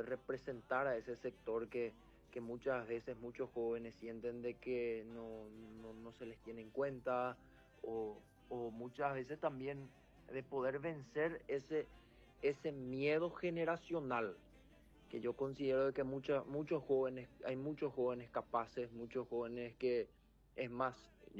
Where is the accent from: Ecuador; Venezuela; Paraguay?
Paraguay; Coronel Oviedo, Caaguazú; nosotros somos paraguayos, somos obetenses